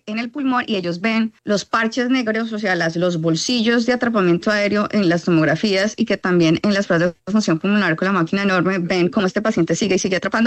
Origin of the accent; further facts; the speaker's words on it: Neiva, Huila, Colombia; now in Boston, United States; Yo soy de Neiva, huilense. Lo conozco en Boston en el 2007